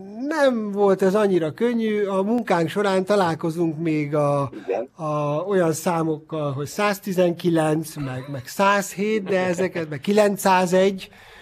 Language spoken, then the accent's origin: Hungarian; Hungary; mi magyarok vagyunk